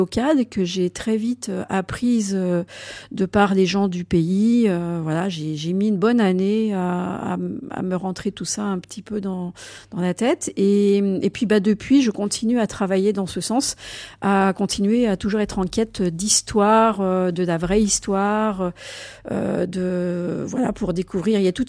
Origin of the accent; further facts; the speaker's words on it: Auvergne-Rhône-Alpes, France; moved away as an adult; savoyarde. J'ai vécu longtemps à la montagne, je suis née à la montagne, à 1500 mètres d'altitude.